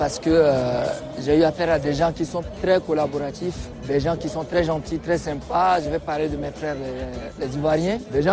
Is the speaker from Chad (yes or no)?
yes; Chad; accent: Chadian; Je suis tchadien, c'est vrai. Même ici … Bon, déjà, de par mon accent, on sait que c'est un tchadien.